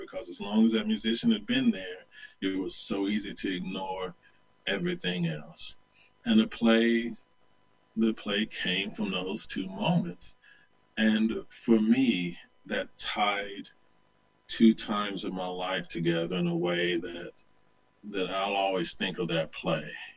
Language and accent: English; the South, United States; I grew up in the Bible Belt, and it's who I was. It's who I continue to be in many ways.